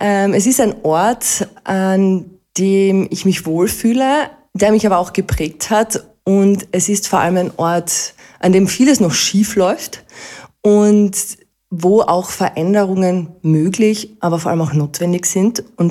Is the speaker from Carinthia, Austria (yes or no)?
yes; Carinthia, Austria; Ich komme ursprünglich aus dem schönen Lofental. Mein Herz auch hin und wieder im Dialekt und bin dort zur Schule gegangen, also Volksschule, dann Hauptschule und dann dementsprechend höhere Lehranstalt für wirtschaftliche Berufe